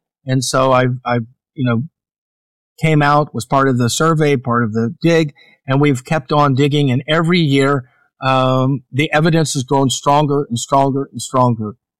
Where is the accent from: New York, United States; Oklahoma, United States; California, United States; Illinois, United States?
Oklahoma, United States; And I grew up in Oklahoma